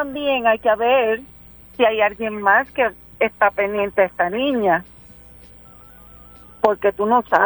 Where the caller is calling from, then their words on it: San Germán, Puerto Rico; Soy de San Germán